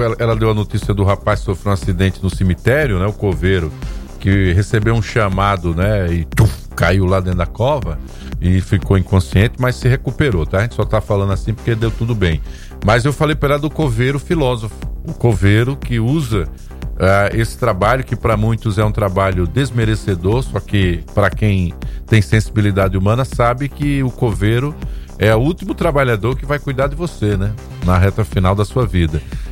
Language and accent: Portuguese; Brazil; somos brasileiros.